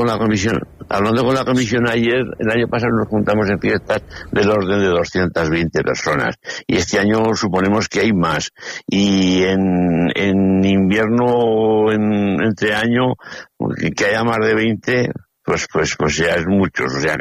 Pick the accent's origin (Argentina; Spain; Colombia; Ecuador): Spain; los que somos de Verdejo y los que somos devotos de nuestra patrona